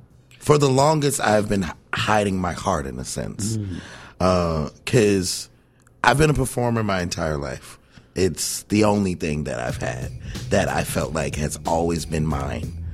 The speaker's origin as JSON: {"language": "English", "town": "New Orleans", "region": "Louisiana", "country": "United States", "tie": "born or raised there", "said": "I am grateful, at, especially growing up in New Orleans, I have so many mentors who are just incredible people."}